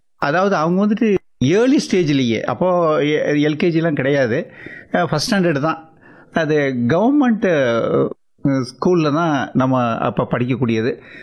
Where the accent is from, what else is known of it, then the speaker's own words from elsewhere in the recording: Pirandipatti, Tamil Nadu, India; also born or lived in Melur; now in Madurai, India; என்னுடைய சொந்த ஊர் பிரண்டிப்பட்டி, அதாவது மேலூர் தாலுக்காவில் கொடுக்கம்பட்டி கிராமத்தில் உள்கடை கிராமம் எங்கள் ஊர். ஒரு ரிமோட் வில்லேஜ்னு சொல்லலாம்.